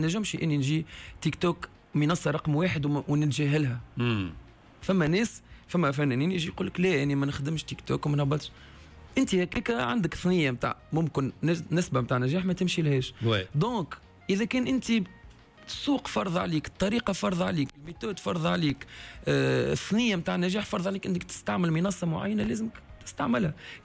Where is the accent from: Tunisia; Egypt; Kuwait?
Tunisia